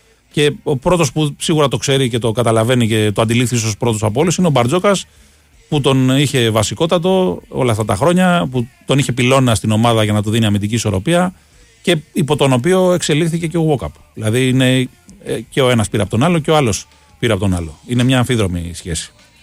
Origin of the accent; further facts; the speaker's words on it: Greece; Το λέω και ως φίλος της Arsenal, το λέω και ως Έλληνας μαζί, έτσι.